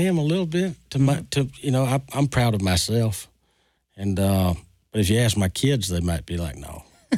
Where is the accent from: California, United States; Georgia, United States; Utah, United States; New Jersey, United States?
Georgia, United States; Richland; also born or lived in Americus, Georgia / Ellaville, Georgia; I'm a songwriter, singer, not a singer, songwriter. Songwriter first. I'm from Southwest Central Georgia, rural Georgia. I say that I was born in Americus. I grew up in Ellaville, but I was raised in Richland.